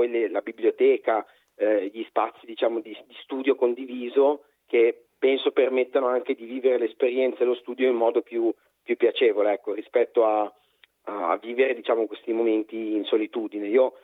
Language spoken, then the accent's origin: Italian; Genoa, Liguria, Italy; Io vengo da Genova, quindi sono anch'io studente fuori sede